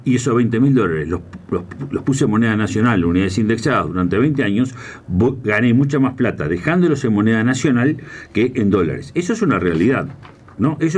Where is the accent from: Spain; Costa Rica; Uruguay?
Uruguay